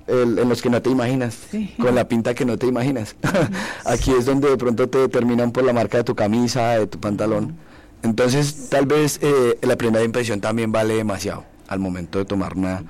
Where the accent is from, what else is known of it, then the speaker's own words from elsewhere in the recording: Colombia; nuestra idiosincrasia como colombianos